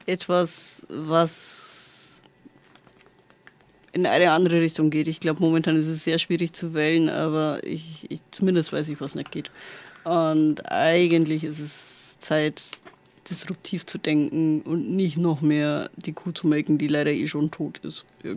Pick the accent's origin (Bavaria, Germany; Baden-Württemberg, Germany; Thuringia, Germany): Bavaria, Germany; accent: Upper Palatinate; das ist oberpfälzisch. Ich bin kein Franke und … das ist eben, manchmal bin ich so mutig, weil ich auf einem kleinen Dorf aufgewachsen bin.